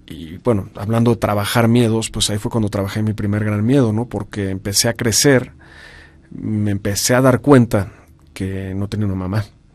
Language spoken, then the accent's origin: Spanish; Hidalgo, Mexico; born there; also born or lived in Mexico City; yo nací aquí en la Ciudad de México en 1972 y recién nacido me fui a vivir a un pueblo muy pequeñito, pero muy pequeñito. En ese entonces no viven más de 200 personas en ese pueblo